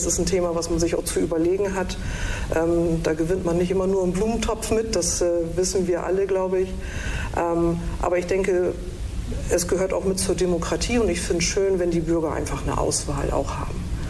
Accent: Nordenham, Lower Saxony, Germany; Ich bin hier in Nordenham schon geboren, aufgewachsen, also meine Kindheit, meine Jugend in Fedderwaddersiel, direkt also am Wasser, am Hafen tatsächlich. Ich komme auch dort aus einer Fischerfamilie, Krabbenfischerei

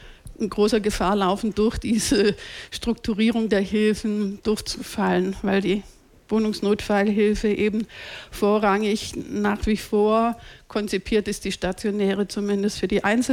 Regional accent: Freiburg im Breisgau, Baden-Württemberg, Germany; ich komme aus Freiburg im Breisgau, also am südlichsten, schönsten Zipfel

